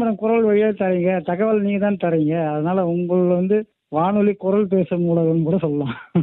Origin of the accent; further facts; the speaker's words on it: Cheyyar, Tamil Nadu, India; moved away as an adult; now in Vazhaipandal, India; என்னுடைய சொந்த ஊர் வந்து செய்யாறு, திருப்பதிபுரம் மேடம். நாங்கள் இப்போ இருக்கிறது வந்து பாட்டி வீடு வந்து வாழைப்பந்தல், வாழைப்பந்தல் அருகே தான் கொர்க்காத்தூர், இடையில 1 கிலோமீட்டர். சொந்த ஊர்ல இருந்தோம், அது வந்து கொஞ்சம் கஷ்டத்துல என்ன, கொஞ்ச நாள் ஒரு 30-40 வருஷம் இருந்தோம்.